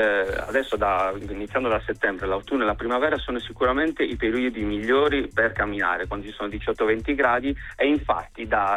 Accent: Iglesias, Sardinia, Italy; io che sono di Iglesias

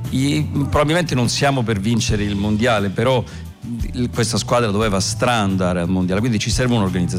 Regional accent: Palermo, Sicily, Italy; Io ero un ragazzo di periferia perché sono cresciuto a Palermo, dove c'era la casa dei miei, subito dopo cominciavano i giardini degli agrumi, era l'ultimo palazzo

